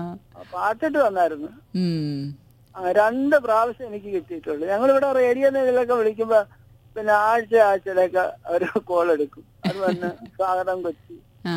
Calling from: Alappuzha, Kerala, India; Gurupuram, Alappuzha.

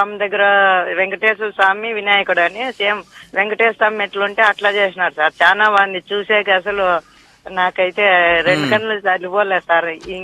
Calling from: Kammuru, Andhra Pradesh, India; మాది కమ్మూరు గ్రామం, కుడేరు మండలం, అనంతపురం జిల్లా.

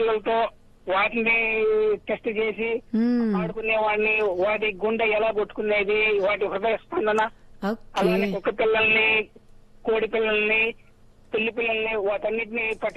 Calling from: Guntur, Andhra Pradesh, India; నేను గుంటూరు నుంచి … మాట్లాడుతున్నాండి.

